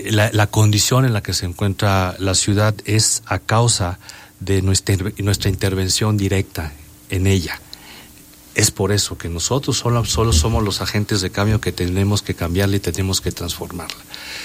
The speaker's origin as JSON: {"language": "Spanish", "town": "Cuernavaca", "region": "Morelos", "country": "Mexico", "said": "Somos la gente de Cuernavaca."}